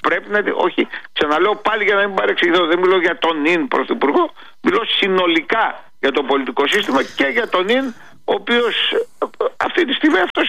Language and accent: Greek; Greece; Είμαστε Έλληνες 100% ενταγμένοι εδώ στην πατρίδα. Δεν είμαστε κάτι διαφορετικό.